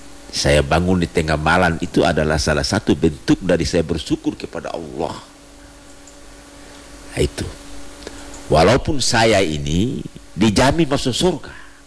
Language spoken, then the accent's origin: Indonesian; North Maluku, Indonesia; kita Maluku Utara